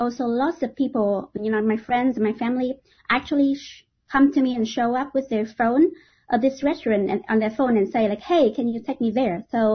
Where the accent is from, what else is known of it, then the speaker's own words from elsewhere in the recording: Vietnam; English is a second language; About this, I am not really nervous because I'm from Vietnam.